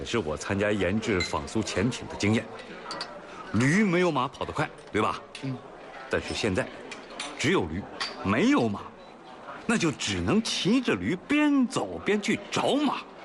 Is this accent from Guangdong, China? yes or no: yes; Guangdong, China; 我们中国啊，有一句话叫做滴水穿石，我们广东人善于用文火炖老母鸡。